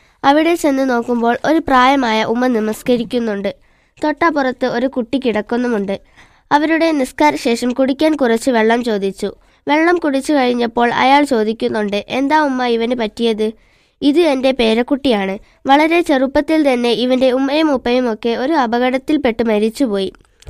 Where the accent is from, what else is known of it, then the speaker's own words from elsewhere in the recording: Eengappuzha, Kerala, India; Eengapuzha.